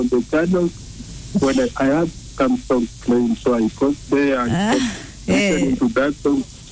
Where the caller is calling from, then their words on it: Uganda; I'm calling from Chigogwa.